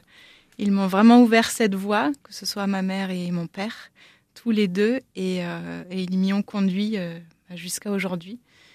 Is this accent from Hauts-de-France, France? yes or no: no; Mayenne, Pays de la Loire, France; Et là où j'ai grandi, en Mayenne également